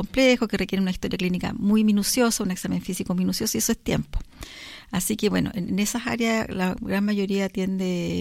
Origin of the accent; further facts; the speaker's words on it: Quinta de Tilcoco, O'Higgins, Chile; born there; moved away; Soy nacida en Quinta del Coco.